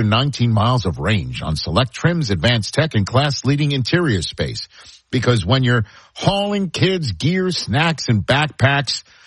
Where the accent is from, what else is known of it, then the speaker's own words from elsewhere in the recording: New York, United States; accent: New York; My New York accent just came back out there when I said interior.